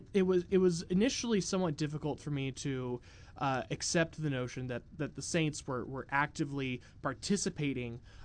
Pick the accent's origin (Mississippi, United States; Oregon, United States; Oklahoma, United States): Oregon, United States; La Grande; moved away; I'm from Eastern Oregon, La Grande.